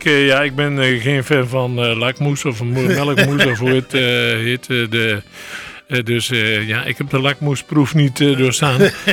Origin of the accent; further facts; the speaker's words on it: Gelderland, Netherlands; Maar bij ons thuis in de Achterhoek deden we de eerste dag gewoon snet.